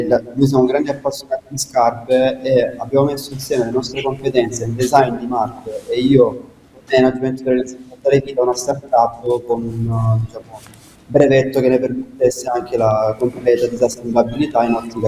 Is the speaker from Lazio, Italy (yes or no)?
no; Casarano, Apulia, Italy; born or raised there